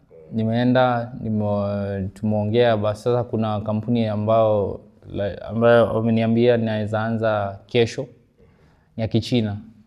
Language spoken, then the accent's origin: Swahili; Nairobi, Kenya; mi ni kijana nimelelewa Kibera. Nimelelewa huko, hapo ndo, unaona, unakuwa exposed to hii nini ya 5-star.